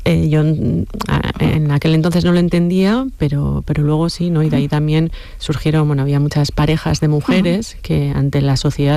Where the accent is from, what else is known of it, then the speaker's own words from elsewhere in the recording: Errenteria, Basque Country, Spain; Yo soy de Rentería y allí tuvo... Bueno, pues hicieron grandísimas cosas, ¿no?